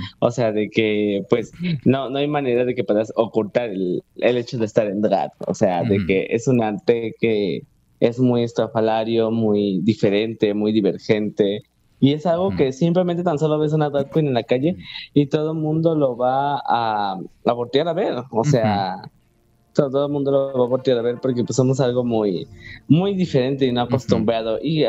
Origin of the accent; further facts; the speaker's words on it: Mexico; Soy una mexicana que trabaja día y noche, de lunes a sábado y domingo también, de día y sol.